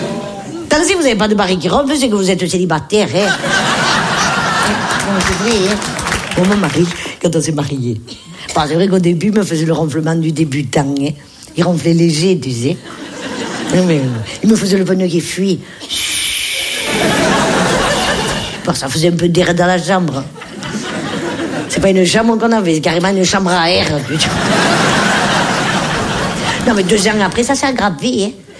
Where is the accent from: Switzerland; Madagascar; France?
France; Nice, Provence-Alpes-Côte d'Azur; Et moi, je l'ai fait comme on l'a fait chez nous à Nice, à la pomme de terre.